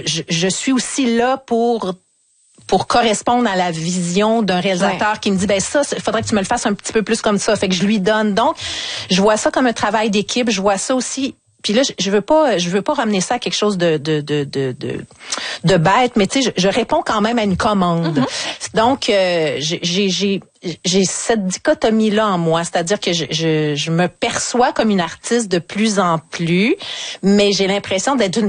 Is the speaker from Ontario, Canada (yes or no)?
no; Quebec City, Quebec, Canada; moi je viens de la ville de Québec. Charlebourg.